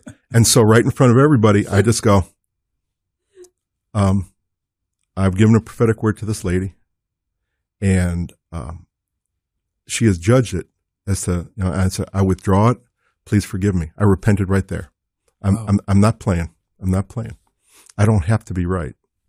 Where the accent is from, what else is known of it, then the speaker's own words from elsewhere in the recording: New Jersey, United States; I mean, I can do it, even though I'm from New Jersey.